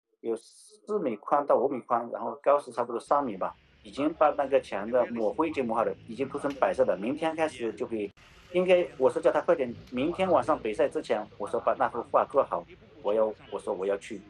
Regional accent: Wenzhou, Zhejiang, China; moved away as an adult; now in Cape Verde; 我是出生在浙江温州瓯海泽雅一个村里面的哦，我们那个村叫古耸村哦，然后呢我们那边是也是比较漂亮的一个山。大家应该会知道泽雅水库，我老家就在泽雅水库上面的一

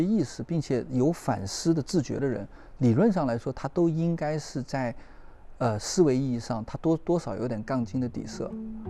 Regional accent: China; 为什么我们中国人总说，当局者迷，旁观者清

